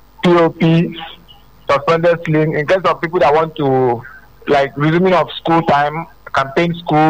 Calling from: Nigeria; I'm calling from Sango, Ota Enugu State.

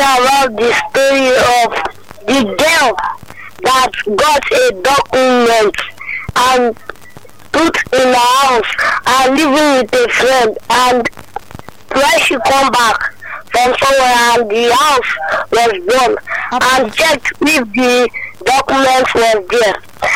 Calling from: Abia, Nigeria; I am from Abia State.

